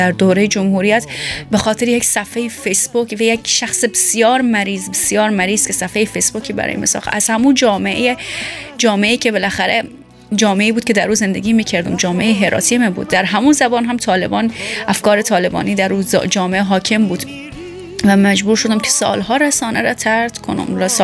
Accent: Iran; born there; من حالا به نوعی چون در ایران متولد شدم، ادبیات بسیار غنی فارسی ایران رو دارم

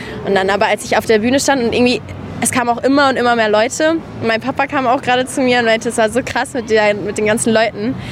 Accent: Karlsruhe, Baden-Württemberg, Germany; Ich komme aus Karlsruhe, das sind dann 1,5 Stunden.

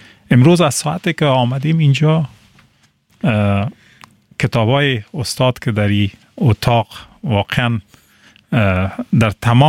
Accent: Afghanistan; من گفتم من افغان هستم، از افغانستان هستم.

